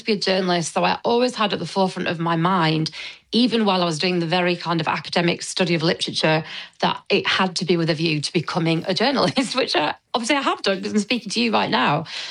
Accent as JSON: {"language": "English", "region": "Yorkshire and the Humber", "country": "United Kingdom", "moved": "as an adult", "said": "And I don't come from money. I don't come from a media family. I'm from Yorkshire."}